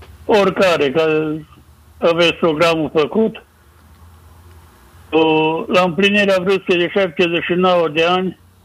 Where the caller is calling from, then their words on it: Câmpia Turzii, Cluj County, Romania; din Câmpia Turzii.